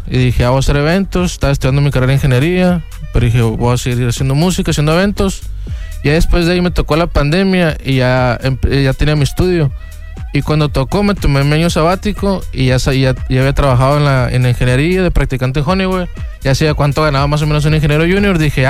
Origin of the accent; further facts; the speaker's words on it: Mexicali, Baja California, Mexico; moved away; Soy de Mexicali, sí.